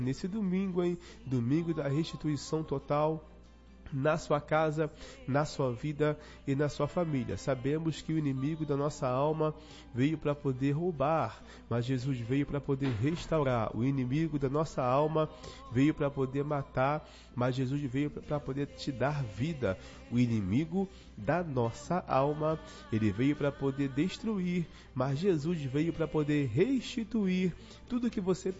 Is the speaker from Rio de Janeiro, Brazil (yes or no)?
yes; Rio de Janeiro, Brazil; porque eu sou carioca da gema, conheço muita coisa, hein?